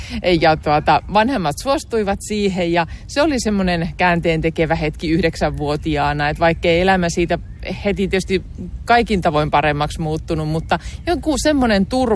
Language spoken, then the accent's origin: Finnish; Lieto, Southwest Finland, Finland; tarjottiin Suntion töitä just sieltä Liedosta, mistä olen kotoisin, ja kirkonoppaan tehtäviä.